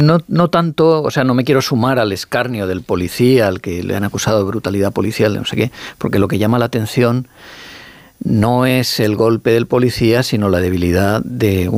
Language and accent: Spanish; Alicante, Valencian Community, Spain; Y soy alicantino, o sea, valenciano.